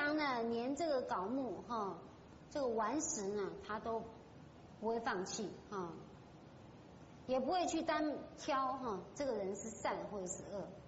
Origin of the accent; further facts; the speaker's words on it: China; 我们中国人讲的是儒家思想，哈，仁义道德。好，如果在宗教的这一方面呢，当然比较适合我们中国人是佛教这一环。